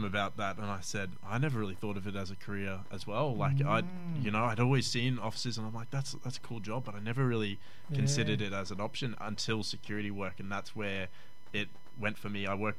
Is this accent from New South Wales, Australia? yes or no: no; Cairns, Queensland, Australia; born and raised in Cairns, grew up here.